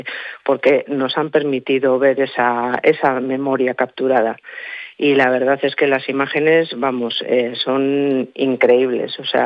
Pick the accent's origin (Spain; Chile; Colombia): Spain; Reinosa, Cantabria; creo que es un privilegio ser de la zona sur como soy, que soy de Reynosa